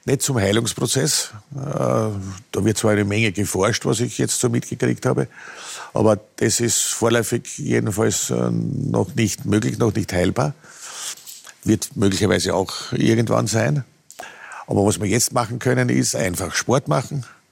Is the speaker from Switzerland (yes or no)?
no; Altlengbach, Lower Austria, Austria; born there; Alt-Lenkbach war mein Geburtsort, weil meine Eltern zu dem Zeitpunkt gerade Lehrer dort gewesen sind.